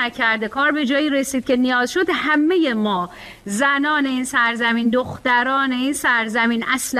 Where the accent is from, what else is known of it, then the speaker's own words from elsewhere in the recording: Iran; جان فدای این کشورم، جان فدای این خاکم، جان فدای این مردمم.